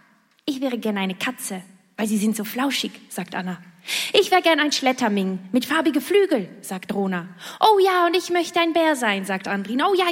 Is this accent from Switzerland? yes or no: yes; Switzerland; Ich komme aus der Schweiz